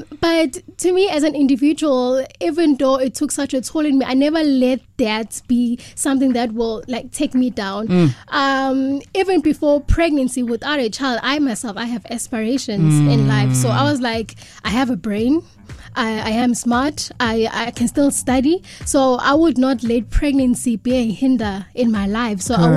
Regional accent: KwaZulu-Natal, South Africa; I was born and bred in Gradville at Gwaduwiza. It's a village.

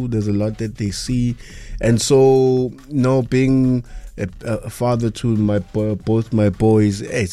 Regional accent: Pietermaritzburg, KwaZulu-Natal, South Africa; we from Pietermaritzburg.

